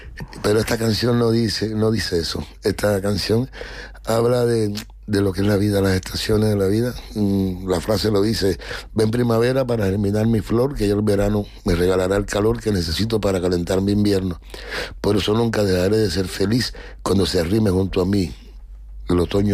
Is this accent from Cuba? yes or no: yes; Cuba; now in Madrid, Spain; Están desatados, como decimos en Cuba, por las nubes.